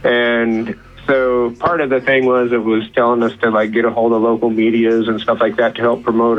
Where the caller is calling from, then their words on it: Alaska, United States; I'm from Alaska. I think we're probably the only people in there from Alaska and Cancun.